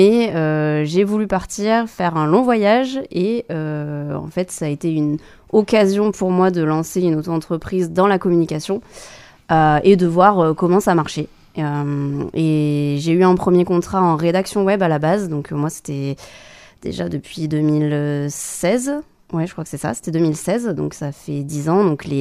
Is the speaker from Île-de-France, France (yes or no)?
no; Périgueux, Nouvelle-Aquitaine, France; also born or lived in Bordeaux; now in Ménesplet, France; je viens de Périgueux, oui.